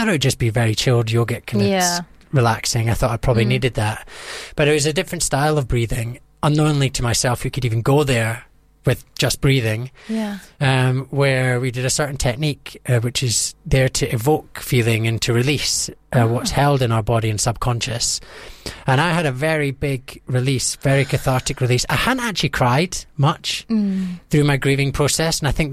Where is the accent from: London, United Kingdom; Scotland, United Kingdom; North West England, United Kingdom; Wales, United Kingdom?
Scotland, United Kingdom; I'm from Scotland, so there's a bit of cultural differences as well.